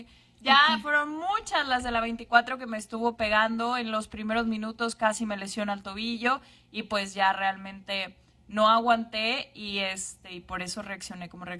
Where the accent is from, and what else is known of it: Mexico